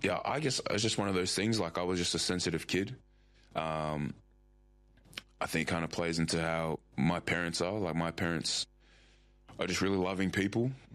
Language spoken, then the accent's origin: English; Mullaloo, Western Australia, Australia; Yeah, I grew up in Mullaloo, like Dunlop. And I've lived there. I still live there now.